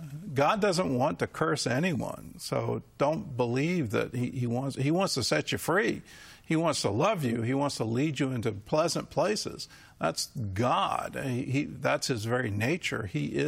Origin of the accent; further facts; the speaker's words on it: Virginia, United States; the price of gasoline was a full dollar cheaper there than it was in my home state of Virginia.